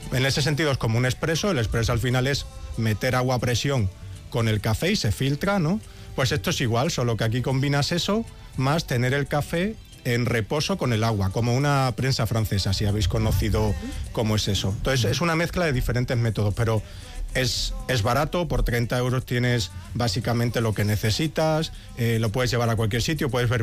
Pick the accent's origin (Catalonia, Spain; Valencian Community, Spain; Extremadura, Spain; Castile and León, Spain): Extremadura, Spain; moved away; Ah, de Extremadura.